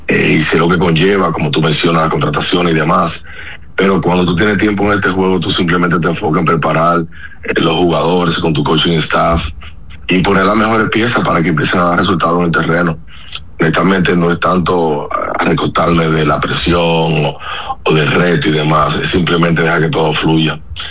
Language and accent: Spanish; La Romana, Dominican Republic; also born or lived in San Pedro de Macorís; nací aquí, nunca he vivido en San Pedro, vivo toda mi vida en La Romana.